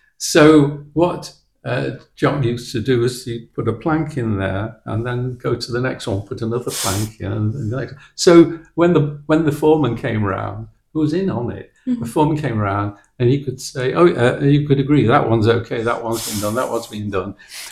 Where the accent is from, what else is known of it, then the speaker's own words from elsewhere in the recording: Manchester, North West England, United Kingdom; moved away; I came down from Manchester